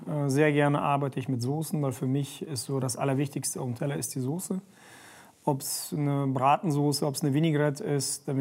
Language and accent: German; Kazakhstan; moved away; Wir hatten in Kasachstan